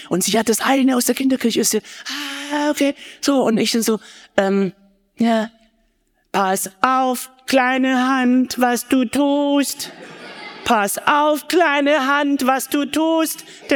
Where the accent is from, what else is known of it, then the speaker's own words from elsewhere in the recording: Gaildorf, Baden-Württemberg, Germany; die war berühmt in Geildorf, wo ich aufgewachsen bin